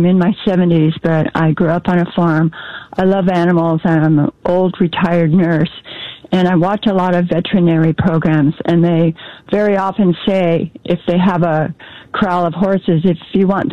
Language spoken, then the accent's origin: English; California, United States; I'm from Fire Country, California. We moved up here to Washington because our insurance went to $3,000 a month for fire.